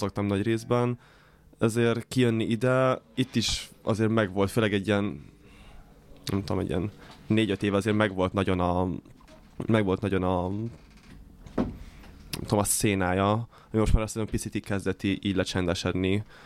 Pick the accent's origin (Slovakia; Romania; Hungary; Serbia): Romania; Transylvania; alapvetően így én Erdélyből származok, és 15 éves korom óta így nyomom a DJ-zést.